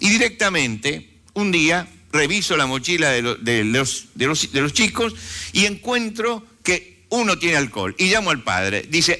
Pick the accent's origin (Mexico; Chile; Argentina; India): Argentina